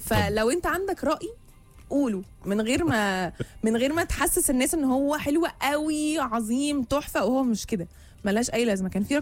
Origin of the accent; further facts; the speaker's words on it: Upper Egypt, Egypt; وانا كمان من الصعيد وعمري ما اكلت كده ابدا ابدا.